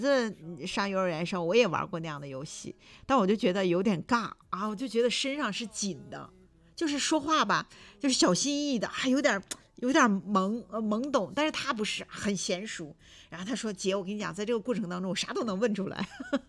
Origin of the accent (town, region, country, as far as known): China